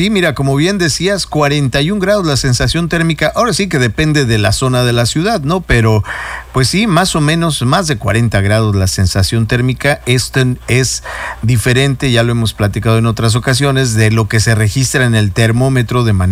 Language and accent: Spanish; Veracruz, Mexico; now in Cancún, Mexico; los que somos de Veracruz